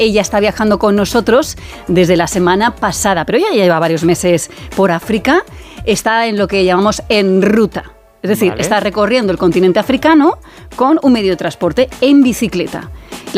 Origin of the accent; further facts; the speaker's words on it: Spain; aprender inglés británico para nosotros como españoles es más fácil, ¿no?